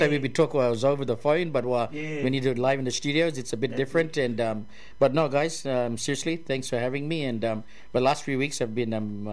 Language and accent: English; Thursday Island, Queensland, Australia; moved away; my families and friends back home on TI.